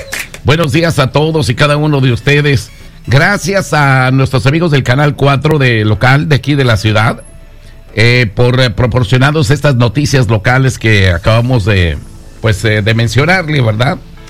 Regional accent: Mexico; nosotros los mexicanos

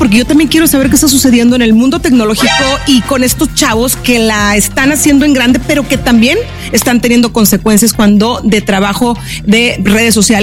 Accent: Mexico; o sea, yo como mexicana tengo que decir eso.

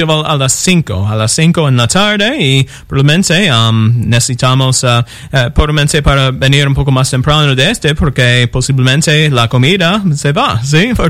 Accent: Columbus, Nebraska, United States; Spanish is a second language; Yo soy de Columbus, Nebraska

